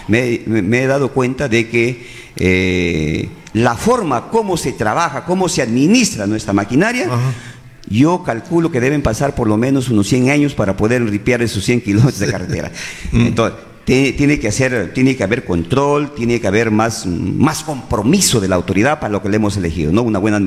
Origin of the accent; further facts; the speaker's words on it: Peru; born there; mi pueblo de Uchicate, donde yo he nacido y donde yo vivo, ¿no? Un pueblo muy antiguo, más de 50 años, y no tenemos el saneamiento básico.